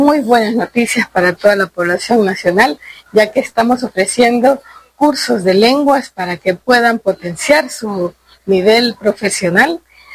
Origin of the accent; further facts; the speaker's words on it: Honduras; es una buena oportunidad que tenemos como hondureños de aprender una segunda lengua